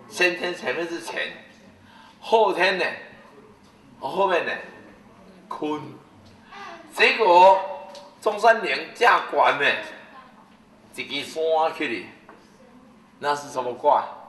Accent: Taiwan; born there; 我们出生在我们在台湾，那就有伦理，不会去斗争，那你是大人。

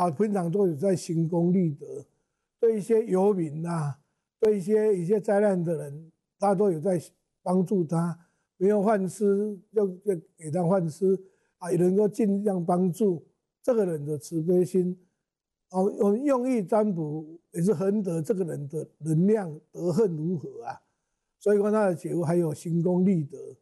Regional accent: Taiwan; 我们台湾人

